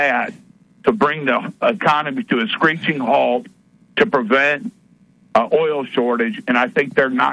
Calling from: Tipp City, Ohio, United States; from Tip City, Ohio.

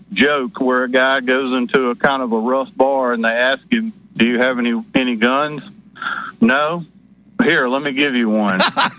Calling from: Alabama, United States; in Alabama.

